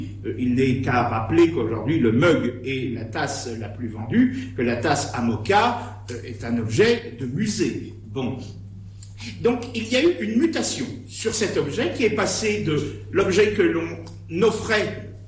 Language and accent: French; Digoin, Bourgogne-Franche-Comté, France; je suis originaire de Digoin